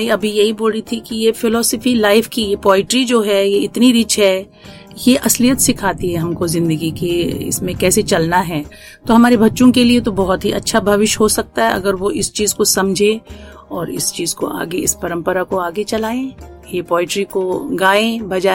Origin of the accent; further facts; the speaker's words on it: Jammu and Kashmir, India; first language Kashmiri; Hindi is a second language; ये मेरी भाग्य की बात है कि मैं कश्मीर से जुड़ी हूँ, मैं कश्मीरी हूँ